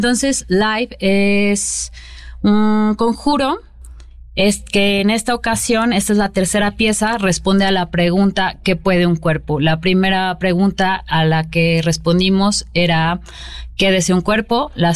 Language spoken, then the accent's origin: Spanish; Mexico